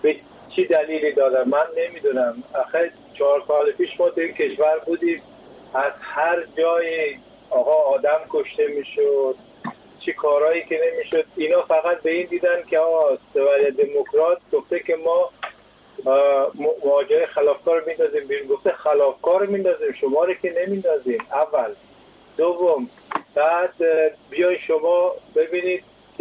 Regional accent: Afghanistan; خواستم بگم که من از همزبانه همسایتون از افغانستان هستم.

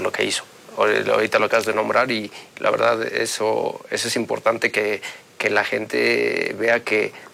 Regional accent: Mexico; No. Seguimos siendo mexicanos.

